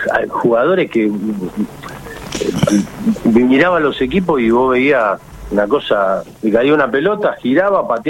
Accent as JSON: {"language": "Spanish", "town": "Haedo", "region": "Buenos Aires Province", "country": "Argentina", "said": "Acá de la zona oeste, yo soy de Aedo, Blas vive muy cerca."}